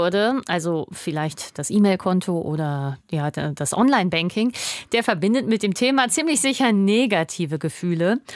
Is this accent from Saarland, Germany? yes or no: yes; Saarland, Germany; wir fahren ja als Saarländer ab und an auch mal gerne über die Grenze in die französischen Supermärkte.